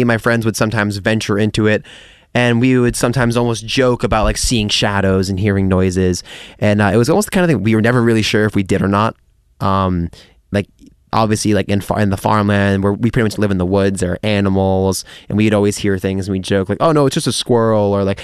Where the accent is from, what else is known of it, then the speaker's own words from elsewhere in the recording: Westport, Massachusetts, United States; so let's start with my hometown of Westport, Massachusetts, and the surrounding towns of Fall River and Dartmouth.